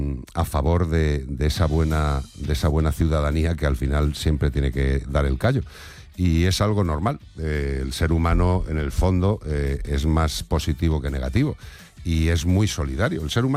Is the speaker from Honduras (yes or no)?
no; Spain; soy español, todo